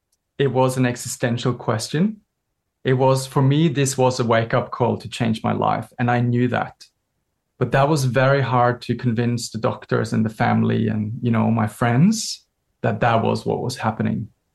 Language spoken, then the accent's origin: English; Norway; moved away as an adult; now in Australia; I'm from Norway, but have lived in Australia since 2002.